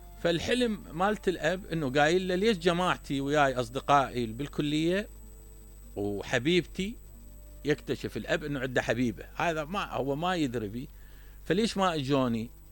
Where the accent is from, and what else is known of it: Iraq